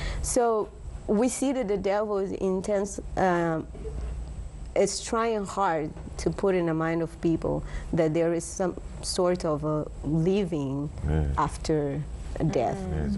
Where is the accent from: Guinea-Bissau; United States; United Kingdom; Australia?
Guinea-Bissau; also born or lived in Cape Verde; I'm from Guinea-Bissau, West Africa, and some part of, I'm also a Cape Verdean.